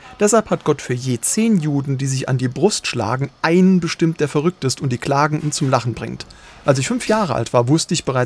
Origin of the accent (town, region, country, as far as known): Neunkirchen, Saarland, Germany